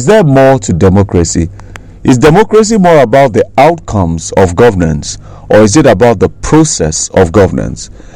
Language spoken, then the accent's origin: English; Nigeria; as a Nigerian who has stayed outside Nigeria or even within Nigeria